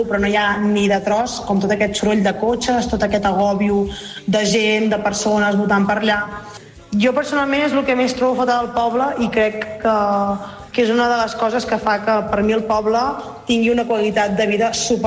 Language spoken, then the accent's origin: Catalan; Prats de Lluçanès, Catalonia, Spain; moved away as an adult; now in Barcelona, Spain; jo sóc de Prats de Lluçanès, jo he viscut tota la meva vida allà, però des de fa uns anys estic vivint a Barcelona.